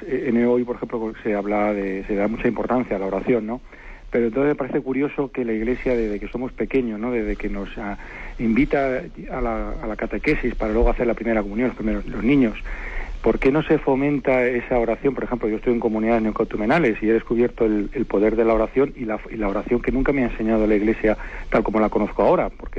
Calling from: Zaragoza, Aragon, Spain; de Zaragoza.

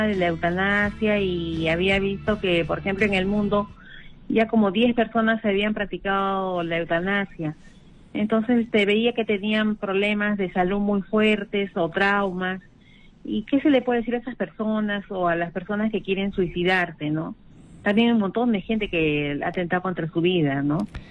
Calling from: Lima, Peru

